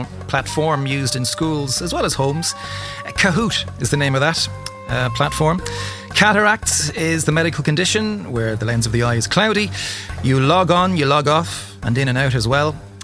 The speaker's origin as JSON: {"language": "English", "region": "Leinster", "country": "Ireland", "tie": "born or raised there", "said": "it's only over the road from where I grew up in Wexford, not too far from New Ross."}